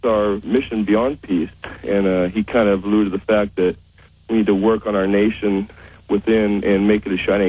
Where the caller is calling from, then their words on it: Kodiak, Alaska, United States; I'm calling from Kodiak, Alaska.